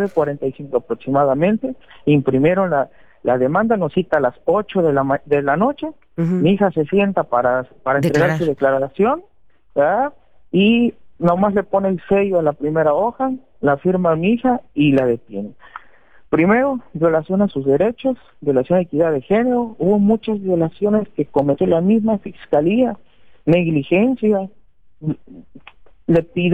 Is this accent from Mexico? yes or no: yes; Poza Rica, Veracruz, Mexico; pues nosotros somos de Poza Rica, Veracruz, fue esta institución.